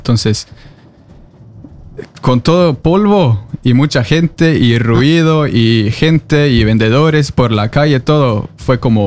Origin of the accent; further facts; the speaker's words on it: Trondheim, Trøndelag, Norway; Spanish is a second language; soy de Trondheim. Yo soy noruego que hago contenido sobre Perú.